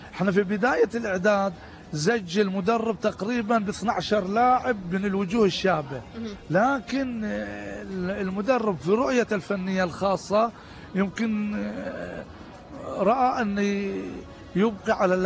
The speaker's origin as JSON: {"language": "Arabic", "country": "Bahrain", "said": "لأن أنا بحريني"}